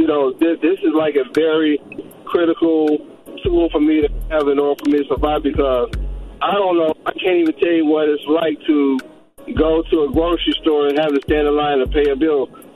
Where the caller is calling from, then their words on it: Columbus, Ohio, United States; I'm from Columbus, Ohio.